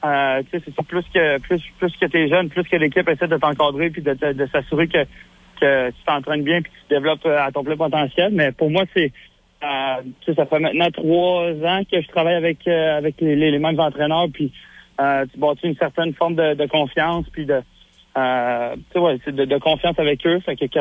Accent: Trois-Rivières, Quebec, Canada; also born or lived in Bécancour; J'ai grandi à Trois-Rivières.

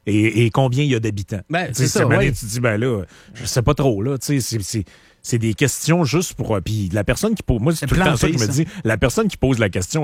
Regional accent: Quebec, Canada; Moi, je viens du Lac-Saint-Jean.

